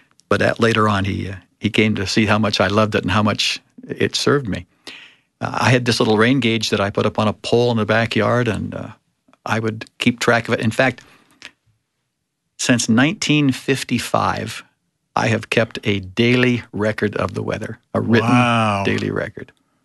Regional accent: Torrance, California, United States; also born or lived in Lomita, California / Long Beach, California; now in Salt Lake City, United States; my family moved 2 miles north to a town called Torrance and lived there for about 11 years.

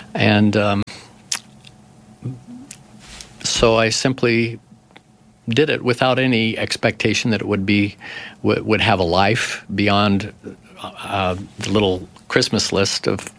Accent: Spanish Fork, Utah, United States; moved away as an adult; also born or lived in Los Angeles; my hometown, Spanish Fork

